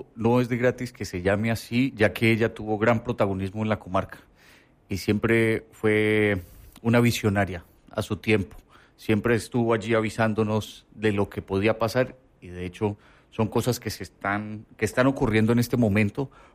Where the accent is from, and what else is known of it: Colombia; now in Torreón, Mexico